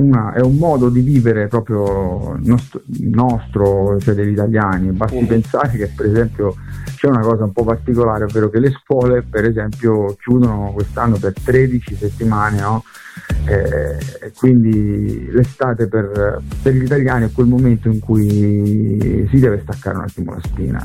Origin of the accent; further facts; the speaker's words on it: Apulia, Italy; moved away; parlo da pugliese io, no? Questa cosa non la vivo ormai da tantissimi anni, però quando ero ragazzo, no, che vivevo in Puglia